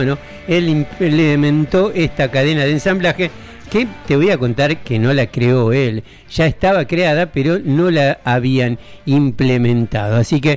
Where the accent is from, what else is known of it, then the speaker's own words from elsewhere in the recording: Argentina; somos argentinos.